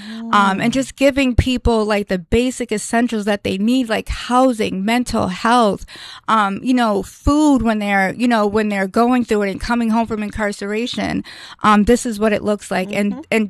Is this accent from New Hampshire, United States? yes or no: yes; New Hampshire, United States; I'm from New Hampshire